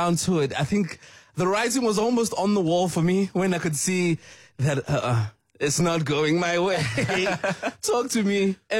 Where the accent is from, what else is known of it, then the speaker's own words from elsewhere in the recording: Durban, KwaZulu-Natal, South Africa; As someone who comes from my hometown as well, Durban